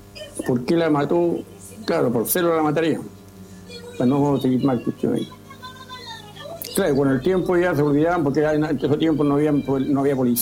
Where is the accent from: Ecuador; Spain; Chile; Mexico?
Chile; Coronel, Biobío; Yo 76 años ya. Nací y criado aquí en Schwager.